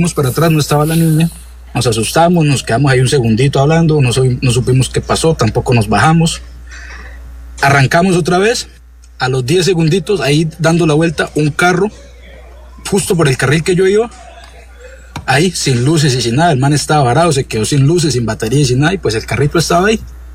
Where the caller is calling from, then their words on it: Bucaramanga, Santander, Colombia; Sí, yo soy de Bucaramanga. Yo trabajo en plataformas hace 2 años.